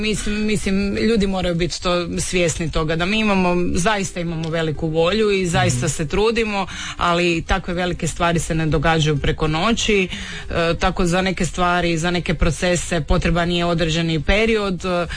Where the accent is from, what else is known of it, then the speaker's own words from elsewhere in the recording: Zagreb, City of Zagreb, Croatia; now in Rijeka, Croatia; ja sam rođena Zagrepčanka sa riječkom adresom posljednjih 16 godina i Rijeka me osvojila upravo sa tom svojom autentičnošću